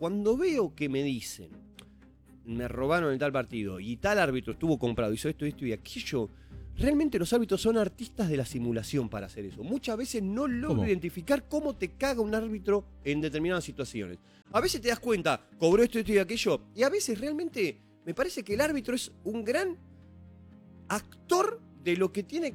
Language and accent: Spanish; Italy; yo como italiano